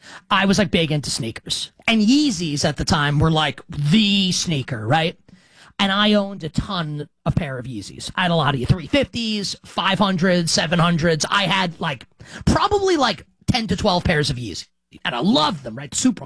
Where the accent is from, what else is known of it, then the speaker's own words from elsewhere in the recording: Queens, New York, United States; And I'm from Queens and yeah.